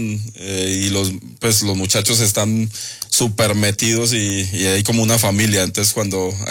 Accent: Veracruz, Mexico; Soy yo allá de Veracruz.

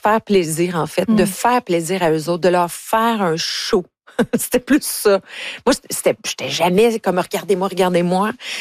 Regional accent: Ontario, Canada; J'ai été forcée à en avoir un à l'école secondaire, parce que moi, je viens de l'Ontario.

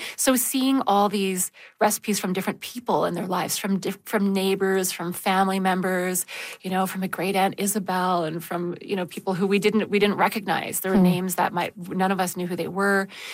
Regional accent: Calgary, Alberta, Canada; born or raised there

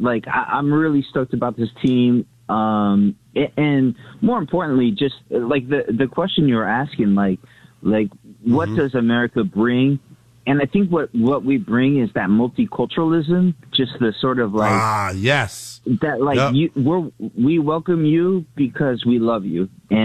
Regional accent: California, United States; Like, I grew up in California, and I say football as in soccer.

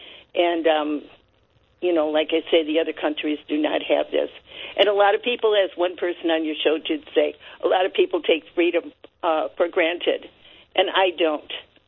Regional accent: Cleveland, Ohio, United States; from Cleveland, Ohio. We are the home of the Rock and Roll Hall of Fame

